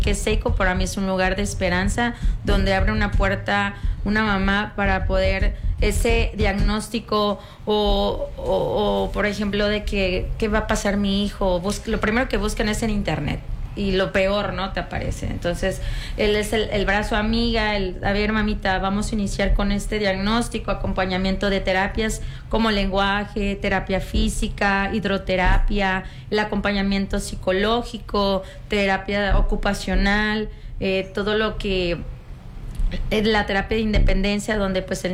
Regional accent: Villahermosa, Tabasco, Mexico; Yo que soy de Villahermosa

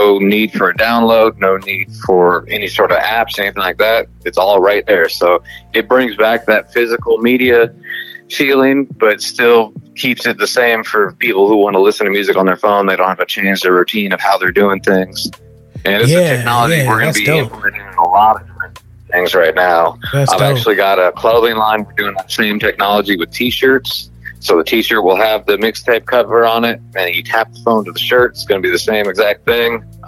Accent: Lodi, California, United States; I grew up in Lodi, California

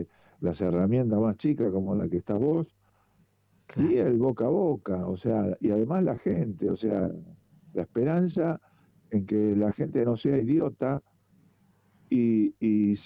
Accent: Morón, Buenos Aires Province, Argentina; los dos somos de Morón.

